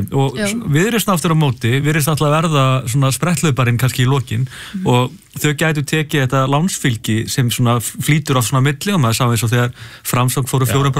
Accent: Hafnarfjordur, Capital Region, Iceland; þegar ég var ungur að alast upp í Hafnarfirði

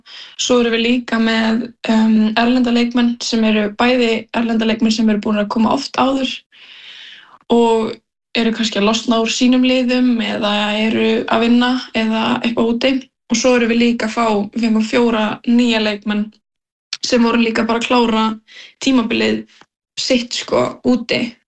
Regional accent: Vopnafjörður, Eastern Region, Iceland; Já, við erum svo að frá Vopnafirði

